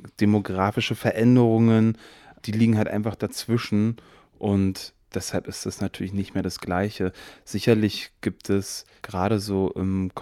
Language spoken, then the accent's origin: German; Eberswalde, Brandenburg, Germany; Ich musste nur auf meine eigene Heimatstadt Eberswalde oder auf meinen Geburtsort Eberswalde schauen